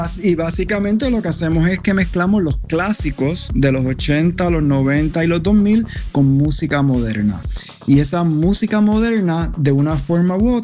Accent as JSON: {"language": "Spanish", "country": "Puerto Rico", "tie": "born or raised there", "lives_now": "New York, United States", "said": "yo soy un actor, cantautor oriundo de Puerto Rico. Actualmente estoy viviendo en Nueva York."}